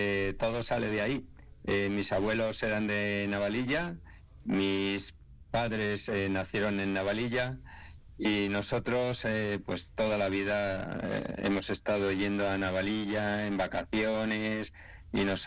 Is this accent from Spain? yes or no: yes; Segovia, Castile and León, Spain; Pues hombre, nosotros somos muy, muy de Segovia